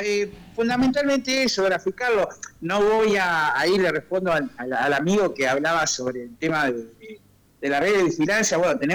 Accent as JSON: {"language": "Spanish", "country": "Argentina"}